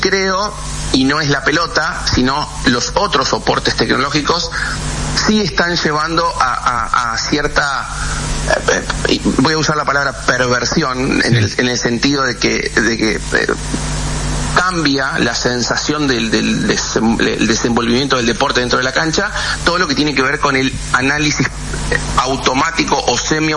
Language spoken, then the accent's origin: Spanish; Argentina; also born or lived in Uruguay; Yo nací en Uruguay, vivo en Argentina, toda mi vida viví en Argentina desde los 5 años, pero yo nací en Uruguay.